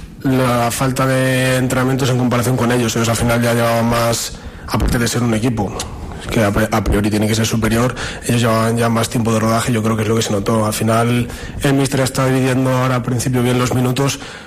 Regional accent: Valladolid, Castile and León, Spain; born there; Yo nací en Valladolid, pero bueno, tengo un pueblecillo aquí pasando Favero, en el Valle de Fornela, Trascastro se llama, y mi familia siempre ha estado ahí en verano

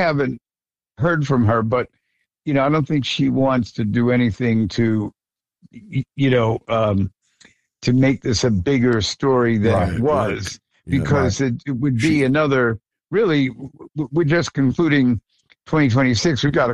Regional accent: Long Island, New York, United States; We're both from Long Islan

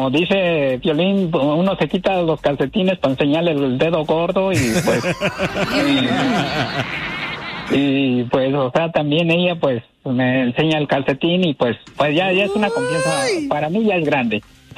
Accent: Honduras; Así somos las hondureñas, así somos, hablamos

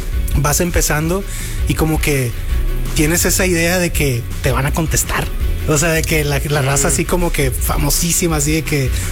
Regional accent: Culiacán, Sinaloa, Mexico; Me pasaba mucho cuando llegué de Culiacán. O sea, me sentía como que venía como del rancho, así como de que la ciudad chiquita.

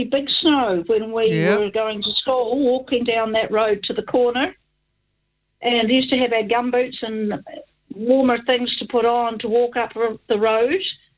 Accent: Crookston, Otago, New Zealand; I come from Crookston in West Otago.

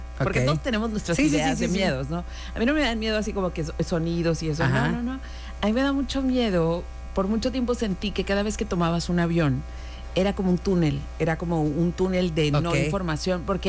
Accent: Mexicali, Baja California, Mexico; moved away; ¿De qué parte del norte eres? Y le dije, Mexicali.

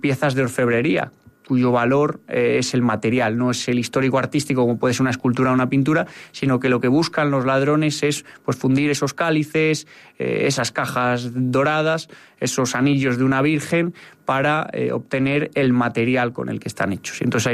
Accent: Villalpando, Castile and León, Spain; Yo vengo de Villalpando

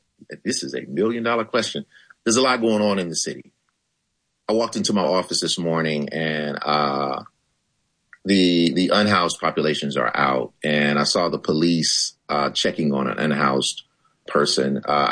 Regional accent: Alabama, United States; I grew up in Alabama. I grew up 3 hours away, rural Alabama.

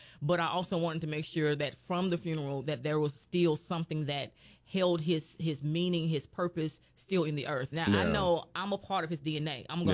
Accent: Birmingham, Alabama, United States; born there; also born or lived in Kentucky; we came down to Birmingham from Kentucky in 82. I was 2 years old.

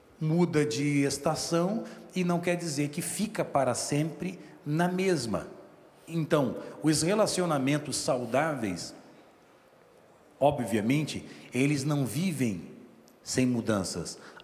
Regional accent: São Joaquim, Santa Catarina, Brazil; born there; moved away as an adult; now in São Paulo, Brazil; Eu nasci em São Joaquim, que é a terra mais fria, a terra mais gelada. E é um frio diferente lá no, na Serra de Santa Catarina, né? E quando a gente chegou aqui em São Paulo, definitivamente, no julho passado

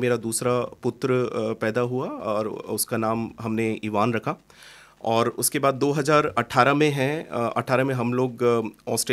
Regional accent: Jaipur, Rajasthan, India; moved away as an adult; also born or lived in Dubai; now in Australia; और मैं जयपुर राजस्थान का रहने वाला हूँ। और मैं 2005 से लेकर 2017 तक जो है दुबई में रहा।

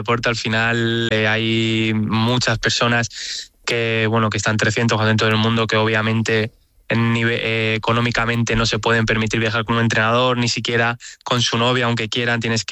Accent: Spain

